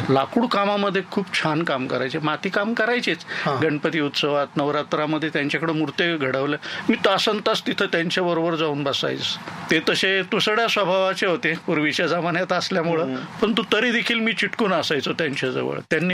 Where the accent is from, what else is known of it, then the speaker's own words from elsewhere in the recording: Sangamner, Maharashtra, India; मी संगमनेरचा आणि संगमनेरमध्येच माझं लहानपण गेलं. संगमनेर त्या टायमाला खूपच छोटं गाव होतं. प्रवरा नदी, म्हाळुंगी नदी वाहत होत्या त्या टायमाला आणि संगम तिथे असल्यामुळेच त्याला संगमनेर म्हणतात.